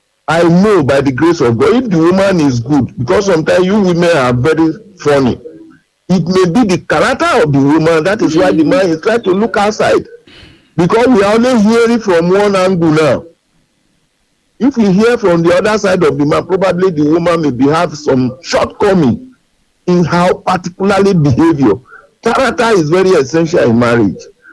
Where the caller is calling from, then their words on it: Olodo, Nigeria; I'm calling from Olodo.